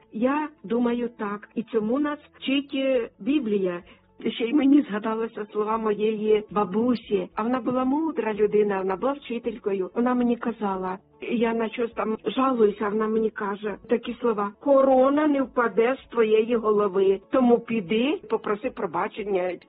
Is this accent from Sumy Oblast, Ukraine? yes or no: yes; Sumy Oblast, Ukraine; now in Denmark; з далекої Данії. Передаю вітаннячко на мою рідну Україну, на мою рідну Сумщину.